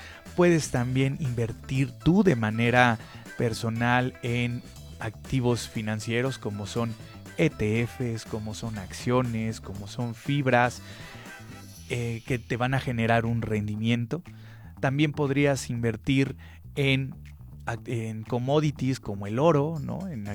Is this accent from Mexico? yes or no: yes; Mexico; Vivimos en un país que, por ley, tiene muchas garantías para quienes vivimos en este hermoso país que es México.